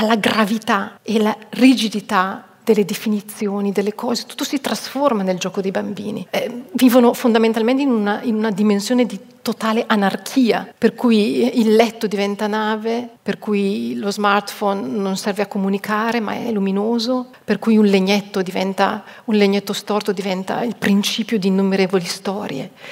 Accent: Vienna, Austria; e faccio riferimento a un autore, vengo da Vienna, un autore austriaco, uno dei più grandi autori austriaci

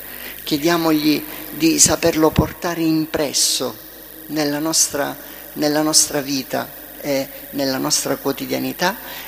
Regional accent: Ragusa, Sicily, Italy; born there; io sono cresciuto nel Ragusa 3

